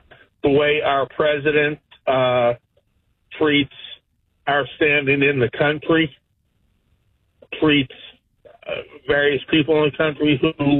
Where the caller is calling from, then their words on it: United States; my level of pride as American, as an American, has dropped precipitously.